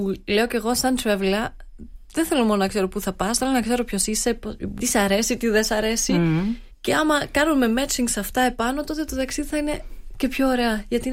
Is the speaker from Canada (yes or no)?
no; Stuttgart, Baden-Württemberg, Germany; also born or lived in United States; εκεί που έμενα, στη Γερμανία. Έρχομαι από τη Στουτκάρδη.